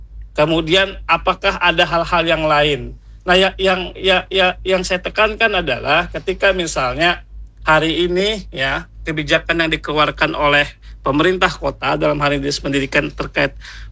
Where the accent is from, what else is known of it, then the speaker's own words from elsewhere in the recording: Banjarmasin, South Kalimantan, Indonesia; kita sebagai warga Banjarmasin